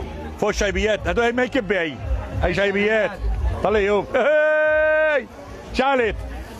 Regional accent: Aleppo, Aleppo Governorate, Syria; moved away; صلي 14 سنة برات حلب، وأنا من حلب وبموت بتراب حلب وبموت بقلعة حلب

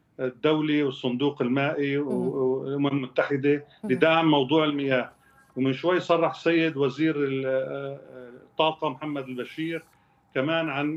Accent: Syria

